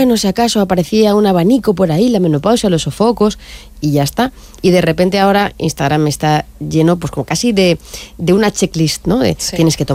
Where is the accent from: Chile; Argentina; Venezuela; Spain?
Spain; Cuenca, Castilla-La Mancha; yo soy de Cuenca